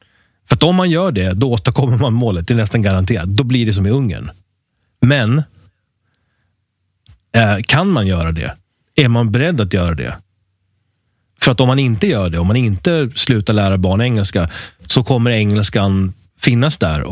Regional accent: Sweden

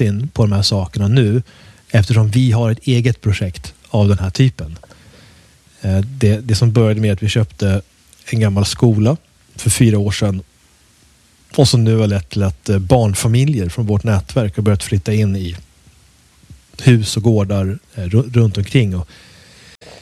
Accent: Sweden; Jag har en annan plats i Sverige som jag kommer ifrån, men jag har inget intresse av att bygga någonting där.

